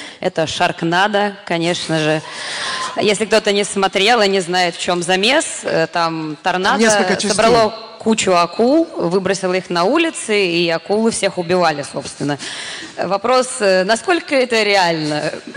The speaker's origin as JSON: {"language": "Russian", "region": "Moscow", "country": "Russia", "said": "я из Москвы."}